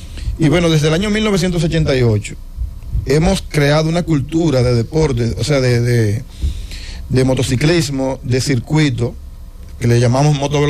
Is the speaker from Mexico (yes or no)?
no; Santiago de los Caballeros, Santiago, Dominican Republic; nosotros somos de Santiago